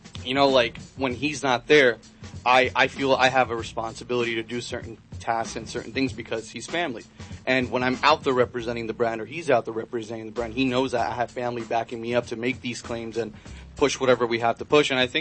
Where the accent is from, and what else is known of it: Queens, New York, United States; now in Bellport, United States